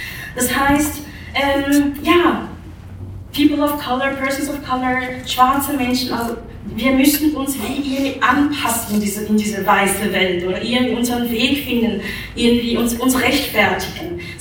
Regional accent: Zurich, Switzerland; ich bin aus Zürich, ich bin im Zürcher Unterland aufgewachsen, in der Nähe von Winterthur tatsächlich

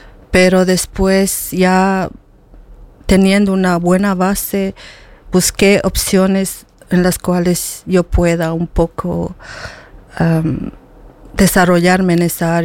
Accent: Bolivia; pues por el hecho de que soy una boliviana de un país en desarrollo, muchas cosas son difíciles.

